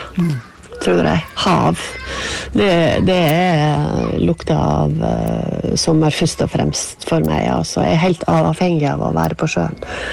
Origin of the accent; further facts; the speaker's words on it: Møre og Romsdal, Norway; jeg er så heldig at jeg bor i et område som er mye mer stabilt enn hjemme på Sunnmøre.